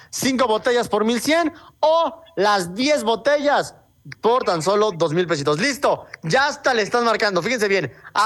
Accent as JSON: {"language": "Spanish", "country": "Mexico"}